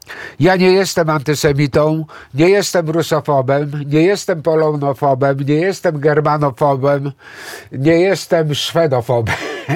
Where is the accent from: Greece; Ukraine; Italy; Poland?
Greece; Ja jestem Grekiem.